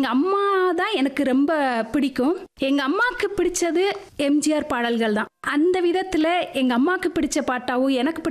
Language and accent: Tamil; Virudhunagar, Tamil Nadu, India; நான் ஒரு தமிழ் பேராசிரியர். விருதுநகர்ல பிறந்தேன். பள்ளி படிப்பையும் கல்லூரி படிப்பையும் விருதுநகர்லயே முடிச்சிருக்கேன்.